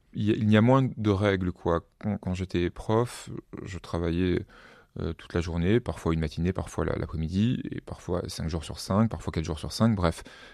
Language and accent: French; Avignon, Provence-Alpes-Côte d'Azur, France; also born or lived in Var; je suis né à Avignon, je suis au cœur de ma terre natale.